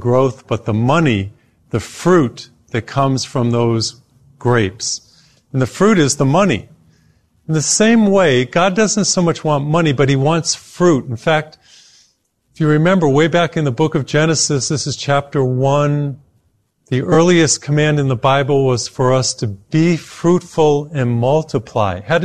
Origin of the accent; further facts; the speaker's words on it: Texas, United States; my home state of Texas